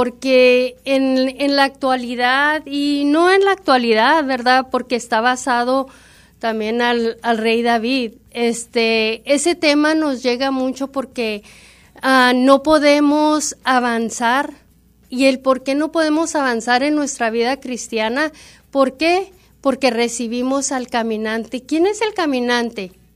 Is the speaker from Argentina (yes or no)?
no; Mexico; now in United States; somos patriotas, porque somos mexicanos